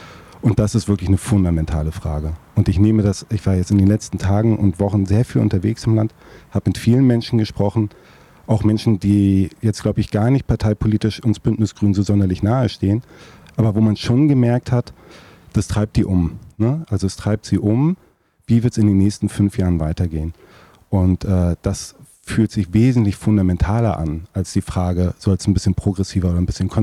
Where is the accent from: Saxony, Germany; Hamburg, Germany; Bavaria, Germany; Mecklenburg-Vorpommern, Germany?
Mecklenburg-Vorpommern, Germany; Ludwigslust; now in Rostock, Germany; bin gar nicht in Rostock geboren. Ich lebe seit über 20 Jahren total gerne in Rostock. Rostock ist meine Heimatstadt geworden, aber geboren und aufgewachsen bin ich in Ludwigslust. Ich bin in den 80ern geboren, das heißt meine Jugendzeit war in den 90ern.